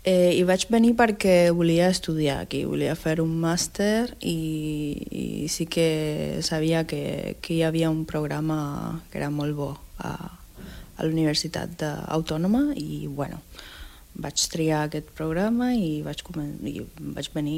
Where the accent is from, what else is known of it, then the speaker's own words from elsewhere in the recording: Havana, Cuba; Catalan is a second language; moved away as an adult; now in Catalonia, Spain; Soc de La Habana, sí, de la capital.